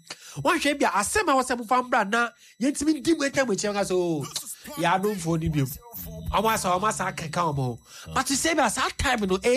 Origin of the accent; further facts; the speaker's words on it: Ghana; I'm a Ghanaian, so.